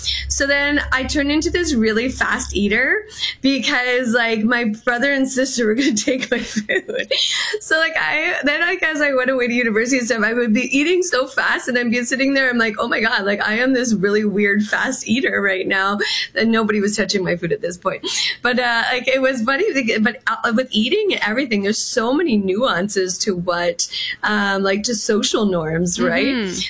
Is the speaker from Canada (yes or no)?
yes; Sault Ste. Marie, Ontario, Canada; But like, I grew up in Sault Ste. Marie, like it literally was a good 20 minute walk and it was freezing.